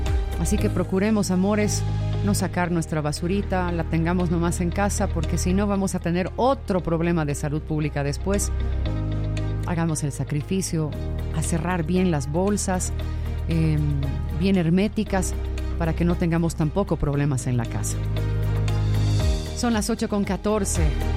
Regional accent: Bolivia; Somos bolivianos todos.

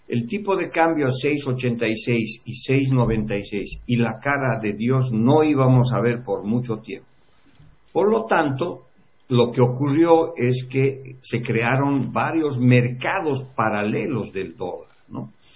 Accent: Bolivian highlands, Bolivia; Por un frío bastante agradable para los collitas poliglobúlicos como yo.

